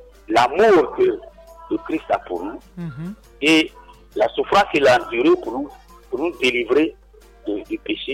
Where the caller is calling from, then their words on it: Dabou, Lagunes, Côte d’Ivoire; je suis de Dabou, la paroisse Sacré-Cœur de Bonne.